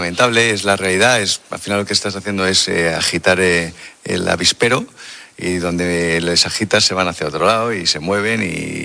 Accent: Community of Madrid, Spain; now in Ceuta, Spain

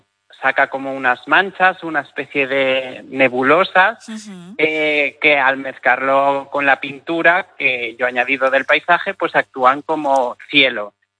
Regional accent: Peñarroya de Tastavín, Aragon, Spain; Peñarroya de Tastavín, que es pues mi pueblo natal

